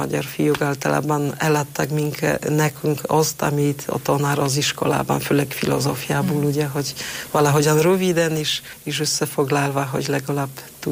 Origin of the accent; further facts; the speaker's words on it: Poland; Hungarian is a second language; moved away as an adult; now in Hungary; itt Magyarországon, amikor valaki hallja, hogy lengyel vagyok